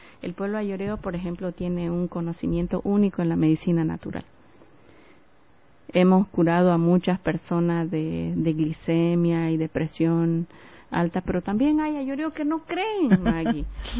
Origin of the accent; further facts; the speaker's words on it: Bolivia; si hablo del territorio de donde yo vengo, no hay luz, no hay agua